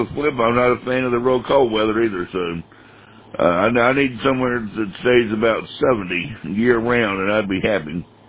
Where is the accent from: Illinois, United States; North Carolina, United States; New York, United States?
North Carolina, United States; moved away as an adult; also born or lived in Charleston, South Carolina; now in Oklahoma, United States; I grew up in North Carolina. And I don't remember them having Publix in North Carolina.